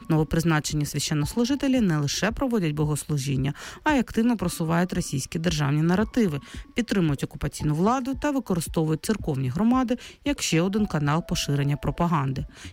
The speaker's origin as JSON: {"language": "Ukrainian", "region": "Crimea", "country": "Ukraine", "said": "І дійсно, я часто згадую як кримчанка про те, як взагалі відбувалась наша освіта, як мало було, зокрема, української мови, на жаль, в Криму"}